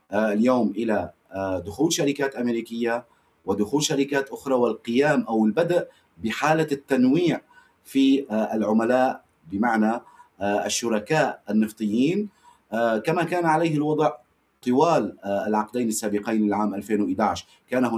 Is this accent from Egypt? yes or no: no; Syria; لا نريد نحن كسوريين أن نسمع أخبار مرتبطة بالنسب من الخارج.